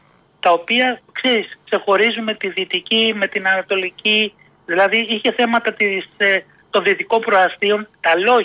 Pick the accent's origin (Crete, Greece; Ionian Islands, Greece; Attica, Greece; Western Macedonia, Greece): Attica, Greece; Kallithea; moved away as an adult; also born or lived in Egaleo / Nea Smyrni / Ilion; now in Mandra, Greece; Εκεί πέρασα τα παιδικά μου χρόνια. 2 ετών έφυγα από το Εγάλεο. Έζησα στην Καλλιθέα μέχρι και τα. Έζησα συνολικά 33 χρόνια.